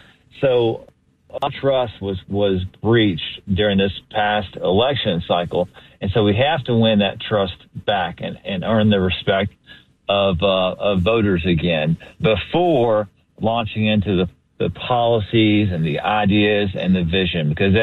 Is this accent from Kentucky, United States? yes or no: yes; Kentucky, United States; as a lifelong Southern Democrat, I grew up in Western Kentucky.